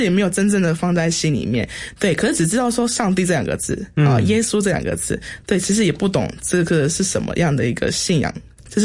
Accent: Tainan, Taiwan; 因为毕竟我是在台南南部长大的，就是都是传统信仰拿香拜拜的

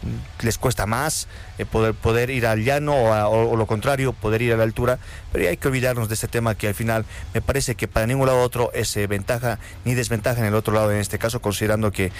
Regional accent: Bolivia; nosotros como bolivianos

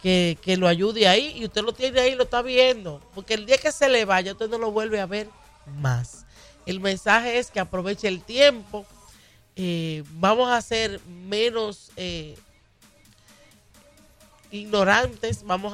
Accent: Dominican Republic; moved away

